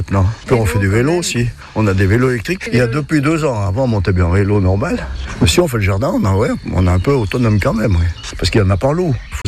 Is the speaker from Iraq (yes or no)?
no; Auvergne-Rhône-Alpes, France; born there; On est nés ici, nous, à Laurent.